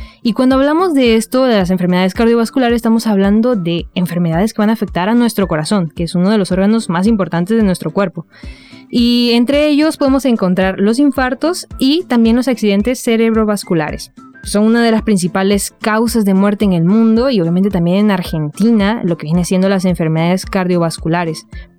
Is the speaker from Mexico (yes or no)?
yes; Mexico; vengo desde México